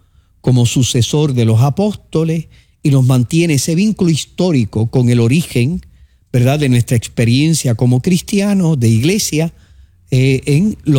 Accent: Puerto Rico; los retos que tenemos como sociedad puertorriqueña

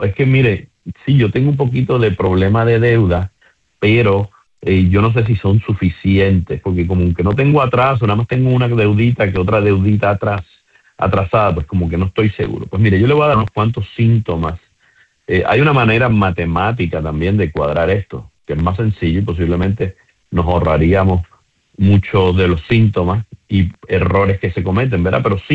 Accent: Puerto Rico; somos puertorriqueños y el ay bendito lo tenemos todavía en nuestra sangre

